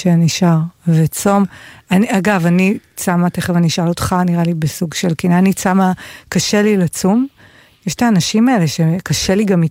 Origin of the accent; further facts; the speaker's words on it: Bnei Brak, Tel Aviv District, Israel; אצלנו בבני ברק